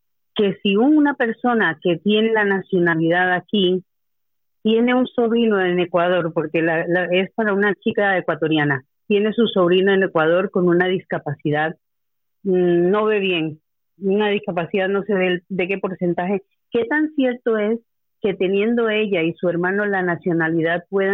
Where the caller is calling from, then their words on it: Getafe, Community of Madrid, Spain; Hola Alvarito, hola Diego … de Getafe.